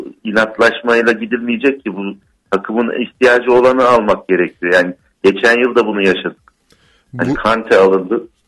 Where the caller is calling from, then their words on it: Ankara, Turkey; Ankara'dan arıyorum